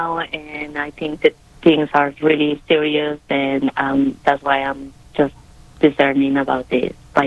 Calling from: Missouri City, Texas, United States; In Missouri City.

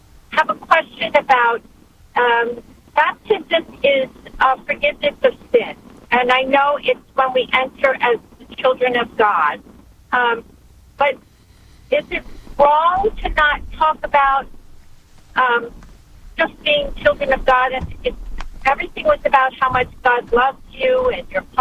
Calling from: New Jersey, United States

